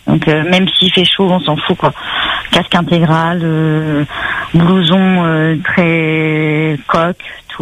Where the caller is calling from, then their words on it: Saint-Gilles-les-Bains, Réunion; moi, je suis de Saint-Gilles.